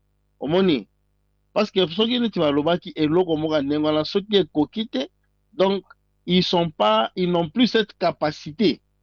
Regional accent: Republic of the Congo; Donc c'est aussi pour l'ambisso en tant que Congolais, nous devons aussi avoir une sommité intellectuelle qui sera à mesure de faire face.

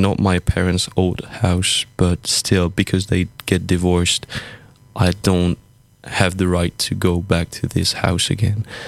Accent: France; English is a second language; now in Brussels, Belgium; I come from France.

